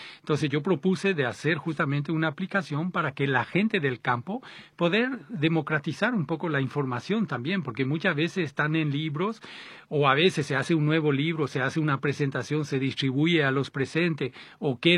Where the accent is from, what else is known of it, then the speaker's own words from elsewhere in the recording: Paraguay; moved away as an adult; also born or lived in France; now in Bolivia; Estoy de paso por Paraguay porque vivo en Bolivia, pero me crié en Paraguay. Soy francés, nacido en Francia, pero como digo, me crié en Paraguay.